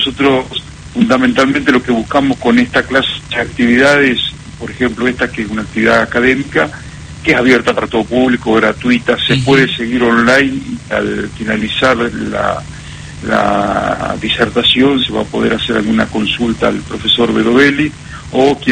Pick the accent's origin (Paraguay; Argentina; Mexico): Argentina; nosotros como descendientes italianos acá en Argentina